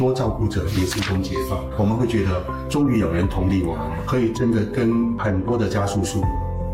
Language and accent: Chinese; Hong Kong; born there; 我是从在香港出生